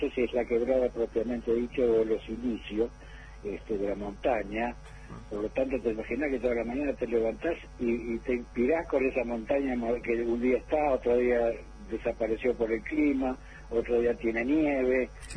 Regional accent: Uruguay; also born or lived in Buenos Aires / San Pedro de Jujuy; now in San Salvador de Jujuy, Argentina; te comento que soy uruguayo, debe ser de los pocos uruguayos que hay en la provincia de Jujuy. Vine acá hace 50 años, pero a Buenos Aires. A Jujuy llegué ahora unos 15 años con trabajo

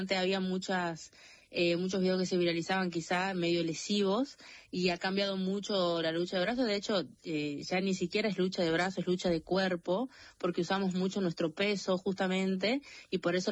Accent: Tucumán, Argentina; Sí, de Tucumán.

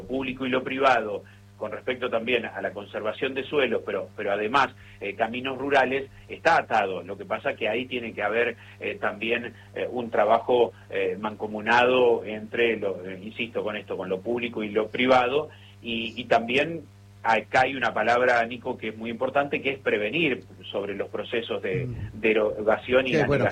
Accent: Buenos Aires Province, Argentina; hoy para mi pueblo, que en el partido de Lincoln, que atraviesa ya Carlos Tejedor también

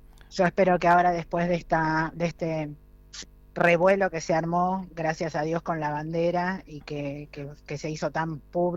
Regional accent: Argentina; no soy una argentina más, soy una argentina que lleva el apellido de un héroe de Malvinas

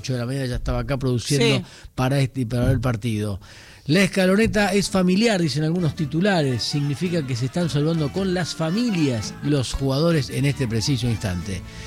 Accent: Argentina

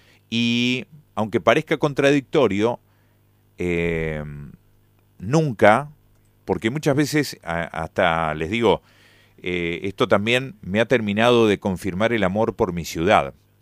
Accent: Gualeguaychú, Entre Ríos, Argentina; somos vecinos de Gualeguaychú

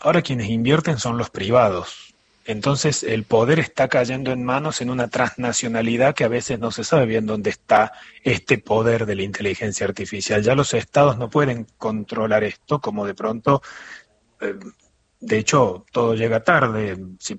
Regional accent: Argentina

